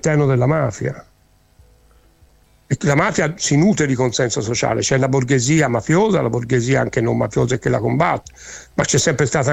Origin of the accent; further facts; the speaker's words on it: Catania, Sicily, Italy; Catania, che è tra l'altro la mia città natale